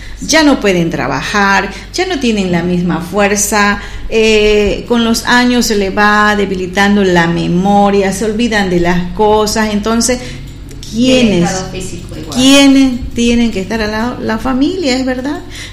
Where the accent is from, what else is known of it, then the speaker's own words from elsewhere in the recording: Trinidad, Beni, Bolivia; somos parte de Trinidad